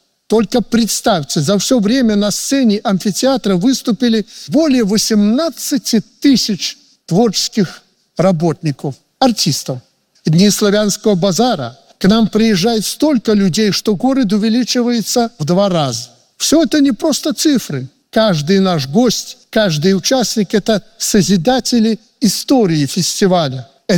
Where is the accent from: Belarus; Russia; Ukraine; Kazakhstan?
Belarus; мы, белорусы